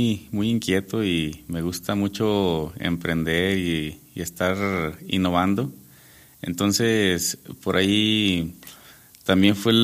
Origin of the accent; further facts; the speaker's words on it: Villa Unión, Durango, Mexico; now in Durango, Mexico; soy originario de Villa Unión, Puanas. Pues soy contador público egresado de la UGED, precisamente de la FECA.